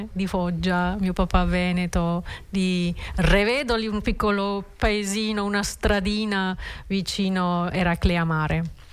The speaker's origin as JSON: {"language": "German", "town": "Ratingen", "region": "North Rhine-Westphalia", "country": "Germany", "tie": "born there"}